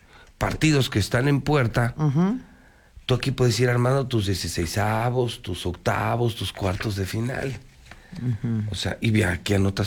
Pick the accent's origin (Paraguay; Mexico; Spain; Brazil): Mexico